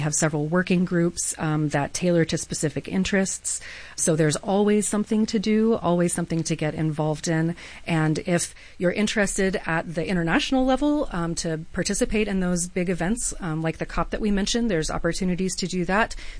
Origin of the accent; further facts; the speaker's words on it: Texas, United States; So I am from Texas originally, and I'm 7th or 8th generation Texan.